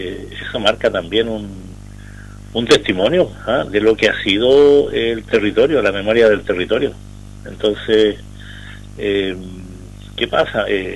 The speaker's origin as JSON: {"language": "Spanish", "region": "Arica y Parinacota", "country": "Chile"}